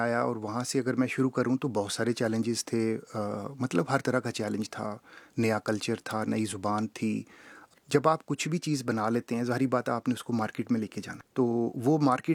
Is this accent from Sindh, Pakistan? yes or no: no; Faisalabad, Punjab, Pakistan; now in Japan; میں ہوئی لیکن میری ساری پرورش فیصل آباد میں ہوئی, کاروبار ابھی ہم لاہور سے کر رہے ہیں, تو میرا پاکستان میں کافی ساری جگہوں سے تعلق ہے